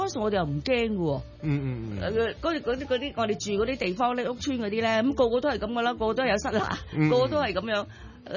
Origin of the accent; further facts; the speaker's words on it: New Territories, Hong Kong; 我石梨啊。